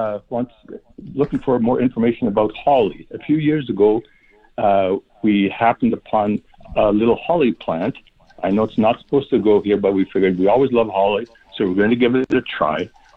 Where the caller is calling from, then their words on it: Winnipeg, Manitoba, Canada; Actually, we live in East Kildonan, Winnipeg.